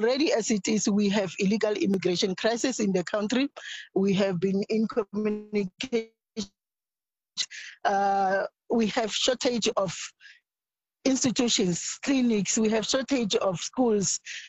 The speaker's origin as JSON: {"language": "English", "country": "South Africa", "said": "as South Africans."}